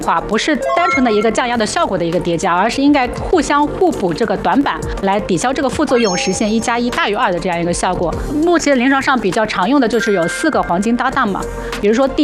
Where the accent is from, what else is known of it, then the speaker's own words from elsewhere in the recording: China; 我们中国人